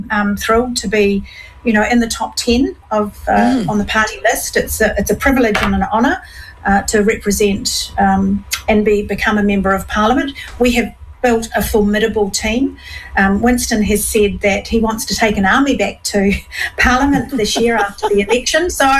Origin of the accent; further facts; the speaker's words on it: New Zealand; It's part of being a Kiwi